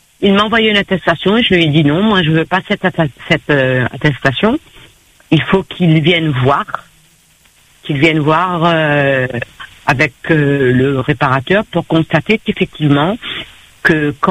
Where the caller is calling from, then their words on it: Le Tampon, Réunion; Moi, j'habite au Tampon, au 37 rue du Tampon, dans l'immeuble de la CEMADER.